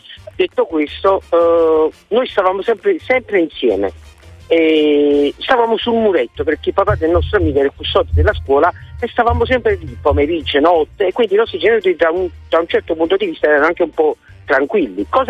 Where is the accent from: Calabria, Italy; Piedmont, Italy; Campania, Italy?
Campania, Italy; Naples; però comunque da napoletano mi fanno veramente male.